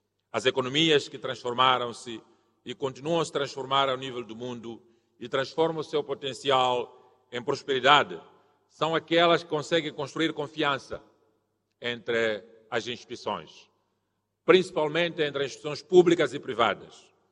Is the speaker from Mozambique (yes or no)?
yes; Mozambique; Nós, como moçambicanos